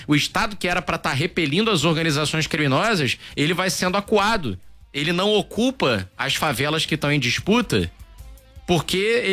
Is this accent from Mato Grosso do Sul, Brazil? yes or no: no; Rio de Janeiro, Brazil; eu citei mais cedo onde eu fui criado, pega ali o conjunto do Ipaze, não é o mesmo conjunto do Ipaze que a gente citou lá na Praça C, que é um homônimo, né? Que fica ali na Vila Cosmos, Vicente de Carvalho.